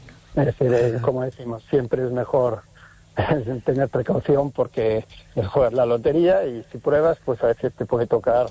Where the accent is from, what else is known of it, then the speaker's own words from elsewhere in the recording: Galicia, Spain; moved away as an adult; also born or lived in Sardinia, Italy; Yo soy gallego